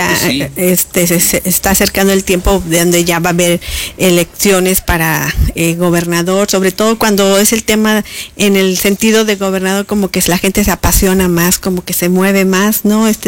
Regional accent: Tamasopo, San Luis Potosí, Mexico; now in Ciudad Fernández, Mexico; yo sí es muy orgullosa de mi pueblo.

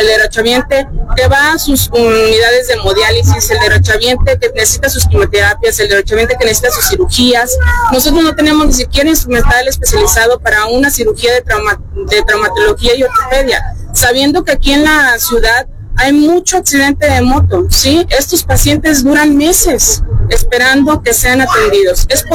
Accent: Mexico; como población, como mexicanos

